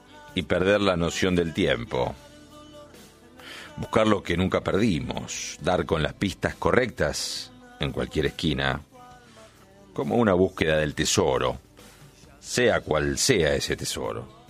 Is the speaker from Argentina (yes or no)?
yes; Argentina